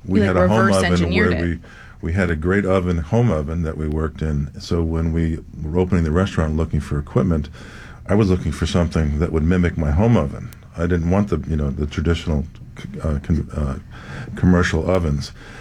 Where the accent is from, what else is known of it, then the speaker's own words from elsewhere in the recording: New York, United States; moved away as an adult; now in Chicago, United States; here in New York. I mean, literally growing up in Queens, there were four pizzerias on the way to school.